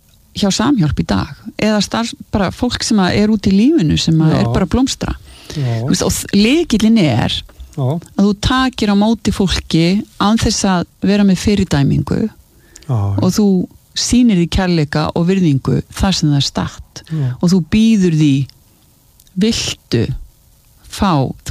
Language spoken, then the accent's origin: Icelandic; Hafnarfjörður, Capital Region, Iceland; En ég gaflari, ég fætti á Sólvangi og ég alinn upp í Hafnarfirði að stærstum hluta og ég fjórða kynslóð á Hamrunum